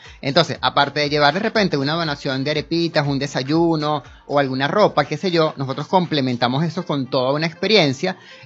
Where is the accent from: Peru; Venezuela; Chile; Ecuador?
Venezuela; una arepa que nos representa como venezolanos